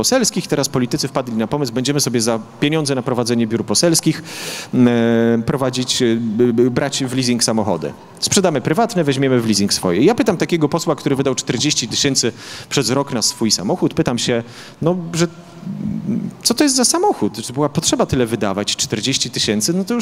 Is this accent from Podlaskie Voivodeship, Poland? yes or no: yes; Podlaskie Voivodeship, Poland